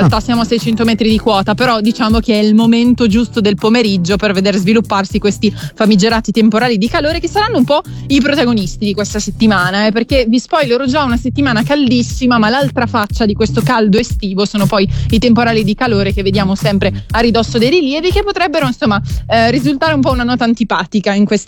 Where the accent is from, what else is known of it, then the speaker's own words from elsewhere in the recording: Calabria, Italy; mio paese, la Calabria.